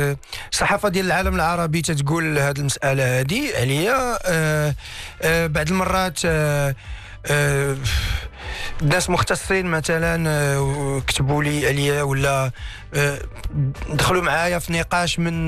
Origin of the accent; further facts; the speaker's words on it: Morocco; حتى انا من حقي كمغربي